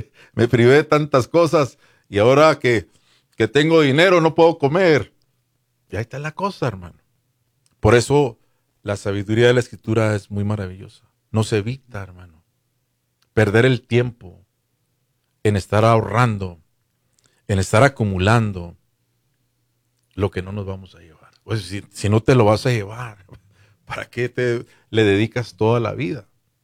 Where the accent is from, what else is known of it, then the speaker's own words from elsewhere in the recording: Chihuahua, Mexico; O sea, en Chihuahua, yo soy chihuahuense